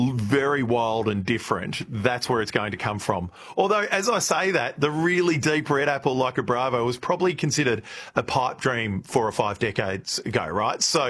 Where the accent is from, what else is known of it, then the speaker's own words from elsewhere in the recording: Shepparton, Victoria, Australia; I'm not saying this just because it's my hometown, Shepparton